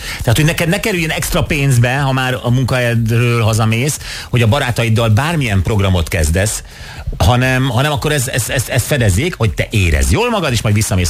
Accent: Hungary; mi magyarok vagyunk, Gyuri.

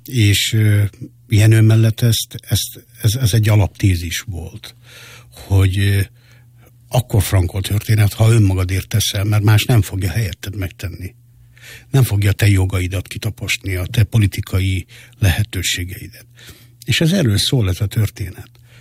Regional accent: Hungary; magyarok és cigányok vagyunk egyaránt. Annyira vagyunk cigányok, mint amennyire magyarok, és annyira magyarok, amennyire cigányok.

